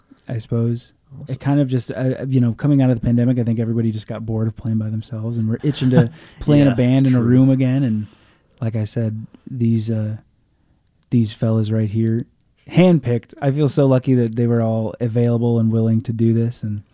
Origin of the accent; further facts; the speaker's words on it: Iowa, United States; I mean, I'm from Iowa, so that I think is just, that's like, I think the best landscape, hands down.